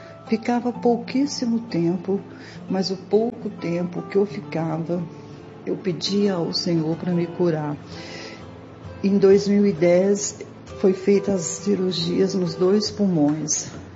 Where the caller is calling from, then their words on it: Belo Horizonte, Minas Gerais, Brazil; eu sou de Belo Horizonte.